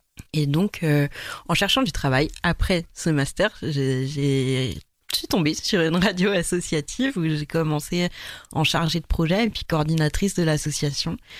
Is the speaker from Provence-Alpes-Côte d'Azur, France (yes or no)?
yes; Provence-Alpes-Côte d'Azur, France